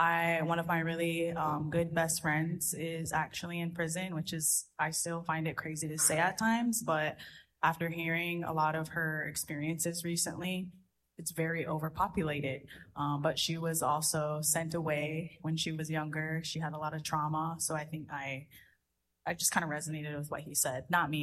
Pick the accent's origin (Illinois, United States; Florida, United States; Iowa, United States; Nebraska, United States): Iowa, United States; I'm the assistant director at the Native American House. I'm from the Sac and Fox tribe of the Mississippi in Iowa.